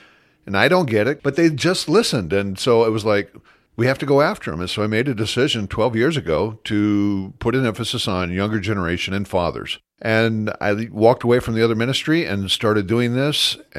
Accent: United States; I'm an American. I was raised in the church.

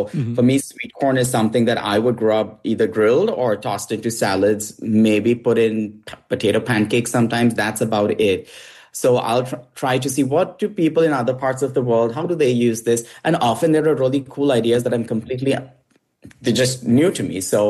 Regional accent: India; moved away; I grew up in India

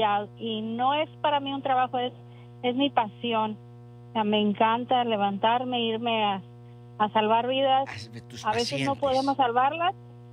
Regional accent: Texas, United States; also born or lived in Mexico; now in Washington, United States; Soy inmigrante de 5 años. Me vine de México a Texas. Ahí crecí.

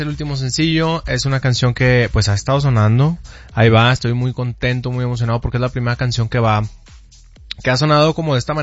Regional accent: Monterrey, Nuevo León, Mexico; now in Mexico City, Mexico; Los climas, fíjate, que yo soy de Monterrey. Allá sí hacen unos calorones.

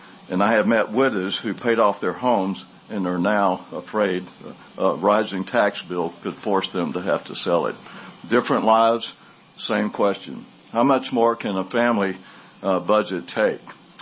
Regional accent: Atlanta, Georgia, United States; I grew up in the Techwood Projects.

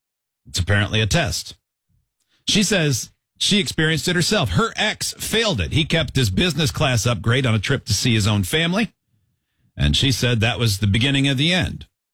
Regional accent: Michigan, United States; I'm 54, I'm from Michigan, and I've never been to the Upper Peninsula. But then again, I grew up in Michigan

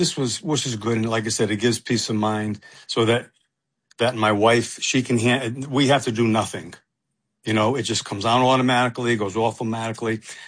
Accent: Stamford, Connecticut, United States; So there's a place from my hometown, Stamford, Connecticut, and they make very thin bar pies.

